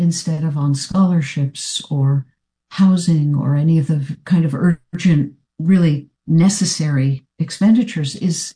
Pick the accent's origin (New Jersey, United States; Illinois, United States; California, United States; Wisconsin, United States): New Jersey, United States; groups in my home state of New Jersey